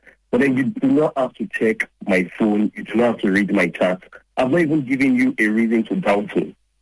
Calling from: Ibadan, Oyo, Nigeria; I'm calling from Ibadan.

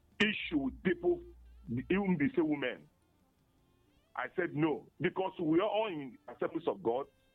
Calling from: Nigeria; I'm from Kano West. I'm from Apugo.

